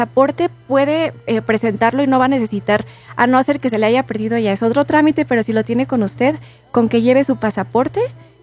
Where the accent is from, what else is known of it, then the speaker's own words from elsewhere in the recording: Mexico; Es un derecho que tenemos como ciudadanos mexicanos si cumplimos con la mayoría de edad.